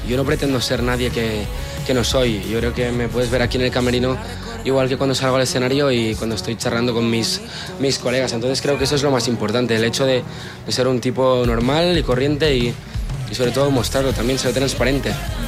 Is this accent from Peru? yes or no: no; Barcelona, Catalonia, Spain; yo soy de Barcelona.